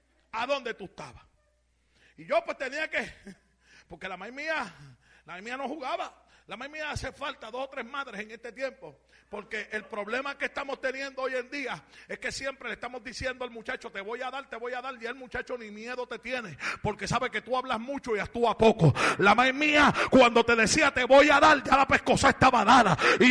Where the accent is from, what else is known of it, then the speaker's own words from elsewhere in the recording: Loíza, Puerto Rico; yo soy del mejor pueblo que tiene Puerto Rico, que es el pueblo de Loíza. Y me acostumbré a estar metido en la playa.